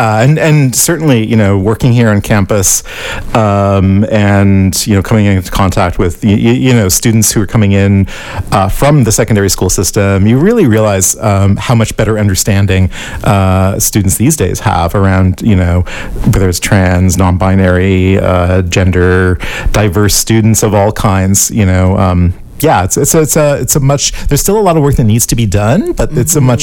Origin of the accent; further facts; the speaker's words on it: St. John's, Newfoundland and Labrador, Canada; Well, I'm from St. John's. Yeah, so I grew up here. I've lived away for different chunks of time over the years, okay. But always seem to come back at some point. But yeah, I'm from here originally, here in town.